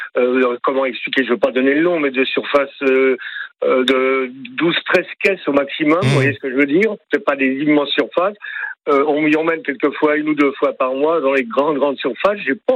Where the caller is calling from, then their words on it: Rennes, Brittany, France; j'appelle de Rennes. Oui, j'appelle de Rennes. D'un quartier rennais.